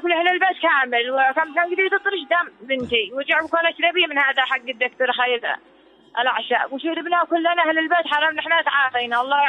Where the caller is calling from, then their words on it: Sanaa, Amanat Al Asimah, Yemen; من صنعاء، من هنا من سوق علي محسن.